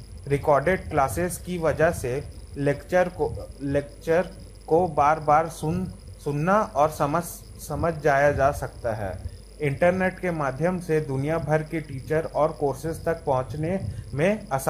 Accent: Baridih, Jharkhand, India; और मैं बारीडी का रहने वाला हूँ।

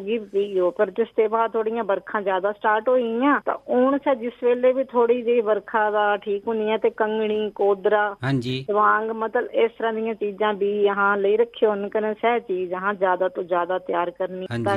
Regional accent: Nadan, Himachal Pradesh, India; और मेरा गांव नड़न, पंचायत नाणा।

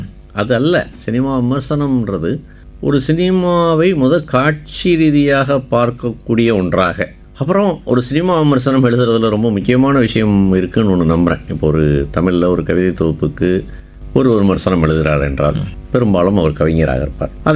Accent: Madurai, Tamil Nadu, India; என்னுடைய சொந்த ஊர் மதுரை.

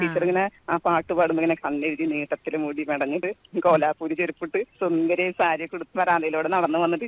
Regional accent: Anthikad, Kerala, India; എന്റെ നാട് അന്തിക്കാടാണ്.

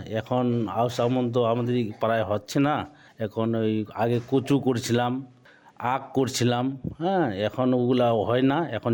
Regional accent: West Bengal, India; born there; এখানেই জন্ম।

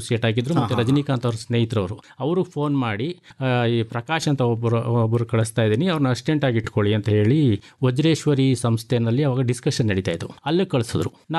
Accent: Megalahundi, Karnataka, India; also born or lived in Mysuru; ಇಲ್ಲಿ ನಾನು ಹುಟ್ಟಿ ಮತ್ತು ಹೈಸ್ಕೂಲ್ ತನಕ, ನನ್ನ ಬಾಲ್ಯದ 13-14 ವರ್ಷಗಳ ತನಕ ನಾನು ಮೇಗಲಹುಂಡಿಯಲ್ಲೇ ಬೆಳೆದೆ. ಅದಾದಮೇಲೆ ನಾನು ಮೈಸೂರಿಗೆ ಬಂದೆ

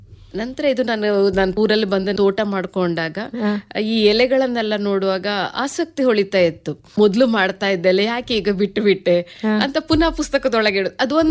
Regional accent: Saligrama, Karnataka, India; also born or lived in Sagar / Udupi / Mangaluru / Sharjah, UAE; ನಾನು ಆಕ್ಚುಲಿ ಹುಟ್ಟಿ ಬೆಳೆದಿದ್ದು ಅಲಿಗ್ರಾಮ ಕೋಟ, ಉಡುಪಿ ಜಿಲ್ಲೆ ಬರ್ತದೆ.

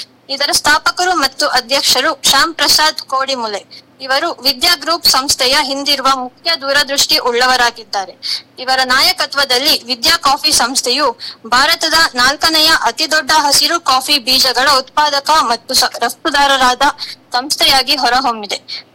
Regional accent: Koppa, Karnataka, India; now in Chikmagalur, India; ಕೊಪ್ಪದಿಂದ ಬಂದಿರೋದು ಸರ್.

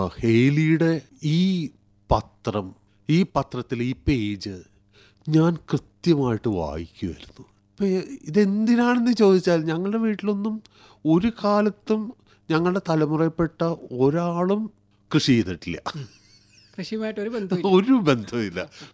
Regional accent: Kochi, Kerala, India; എറണാകുളത്തെ കലൂരാണ് ഞാൻ ജനിച്ചതും വളർന്നതും എല്ലാം. കലൂരല്ല അന്ന് കേരളത്തിലെ ഏതു ഗ്രാമം പോലെ തന്നെ ആയിരുന്നു.

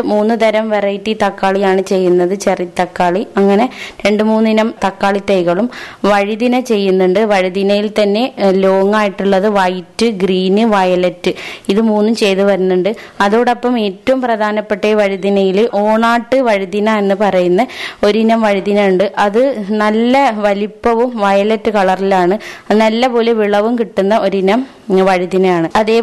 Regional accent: Kavaratti, Lakshadweep, India; Kavaratti സ്വദേശിനിയാണ്.

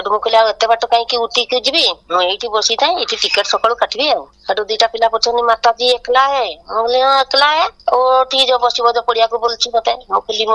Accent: Keonjhar, Odisha, India; କହିଲି ହଁ ଓଡ଼ିଆ, କୋଉଠୁ ଆସିଛ, କହିଲି ମୁଁ କେଉଁଝର ରୁ ଆସିଛି ଭୁବନେଶ୍ୱର ଯିବି।

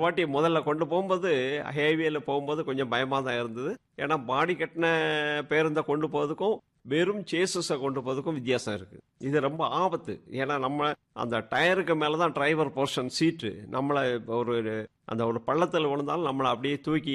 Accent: Marungur, Tamil Nadu, India; born there; நான் பிறந்த ஊர் வந்து மருங்கூர்.

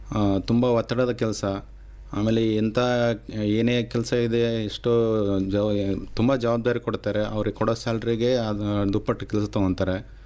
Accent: Maladakal, Karnataka, India; also born or lived in Bengaluru; now in Gabbur, India; ಮೂಲತಃ ಮಲದಕಲ್ ನಿವಾಸಿ.

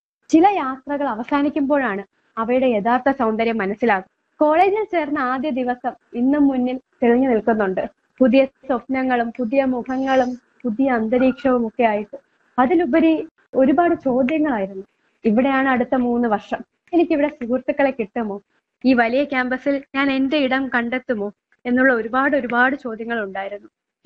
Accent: Varkala, Kerala, India; ഞാൻ വർക്കല സ്വദേശിനിയാണ്. ഞാൻ യൂണിവേഴ്സിറ്റി കോളേജില് MA ഇംഗ്ലീഷ് വിദ്യാർത്ഥിനിയാണ്.

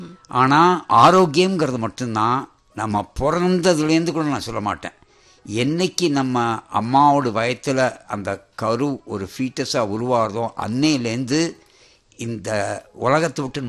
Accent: Tiruchirappalli, Tamil Nadu, India; born there; also born or lived in Palakkad district, Kerala (ancestral); திருச்சியில் ஸ்கூலிங் படித்தேன்

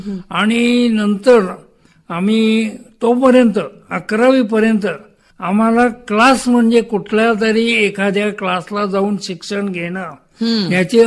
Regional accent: Kolhapur, Maharashtra, India; तर 11वी पर्यंत मी कोल्हापुरातच शिकायला होतो आणि माझं बालपण माझ्या सुदैवाने एका चांगल्या शाळेत झालं.

